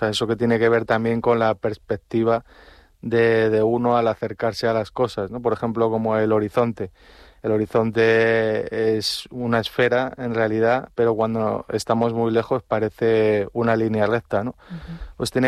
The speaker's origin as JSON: {"language": "Spanish", "town": "Madrid", "region": "Community of Madrid", "country": "Spain", "moved": "as an adult", "lives_now": "Canary Islands, Spain", "said": "yo soy madrileño"}